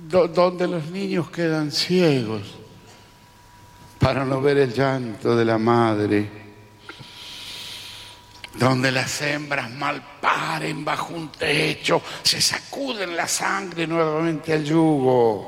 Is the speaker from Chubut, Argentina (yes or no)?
no; Santa Fe, Argentina; yo, como les dije, nací en el Chaco, en el monte, Chaco santafesino, la zona de Intillaco, Guasuncho, cerca la zona de donde es Batistuta de Reconquista, para ese lado, pero para el lado de los montes